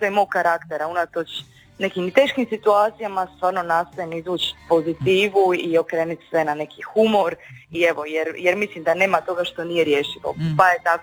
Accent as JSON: {"language": "Croatian", "town": "Split", "region": "Split-Dalmatia County", "country": "Croatia", "moved": "as an adult", "lives_now": "Zagreb, Croatia", "said": "dolazim iz Splita."}